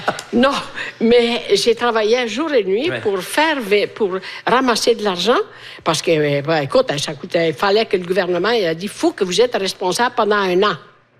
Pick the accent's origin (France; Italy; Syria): Italy; French is a second language